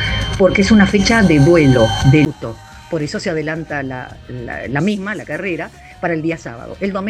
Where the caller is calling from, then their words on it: Mendoza, Argentina; de Mendoza.